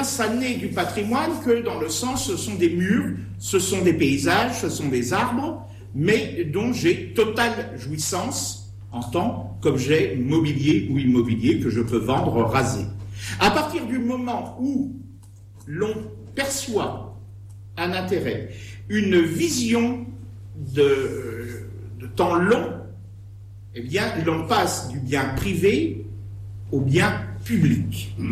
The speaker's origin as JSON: {"language": "French", "town": "Digoin", "region": "Bourgogne-Franche-Comté", "country": "France", "tie": "born or raised there", "said": "Et je ne dis pas ça parce que je suis originaire de Digoin, quoique."}